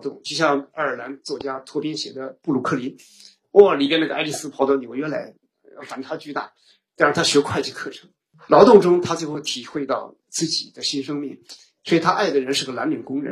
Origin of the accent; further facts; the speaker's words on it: China; 我们中国人